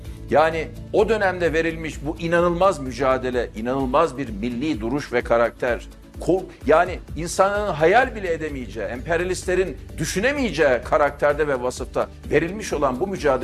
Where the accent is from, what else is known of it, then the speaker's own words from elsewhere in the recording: Bandırma, Balıkesir, Turkey; Ben Bandırma'da doğdum, büyüdüm.